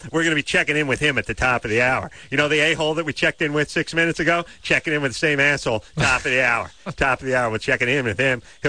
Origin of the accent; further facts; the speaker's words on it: Los Angeles, California, United States; North Hollywood, my hometown